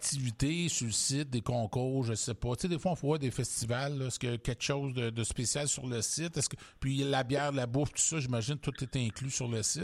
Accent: Montreal, Quebec, Canada; même si je viens de Montréal.

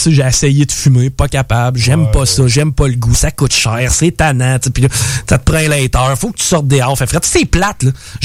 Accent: Canada; moi, en tant que Canadien français qui débarque sur la Côte d'Ivoire

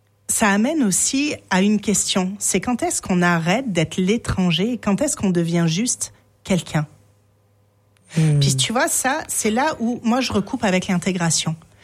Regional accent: France; moved away; j'ai atténué mon accent consciemment. Des moments où j'ai carrément pas dit que j'étais française.

